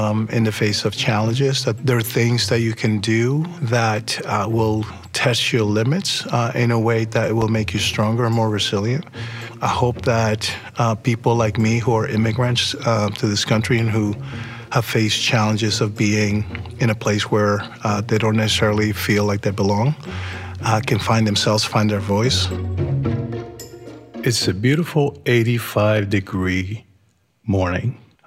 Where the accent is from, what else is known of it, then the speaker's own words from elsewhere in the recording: Honduras; now in Boston, United States; I am an immigrant from Honduras. I've been in Boston now for the last 35 plus years